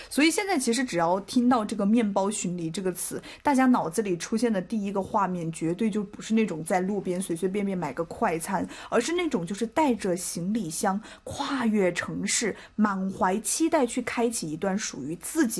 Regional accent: South Korea; 咱们韩国人

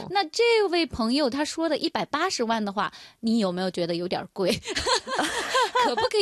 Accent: China

